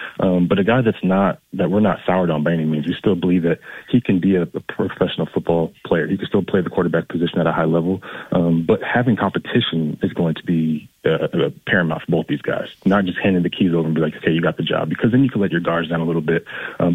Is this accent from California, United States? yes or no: yes; Los Angeles, California, United States; he's from Fresno, I'm from Los Angeles.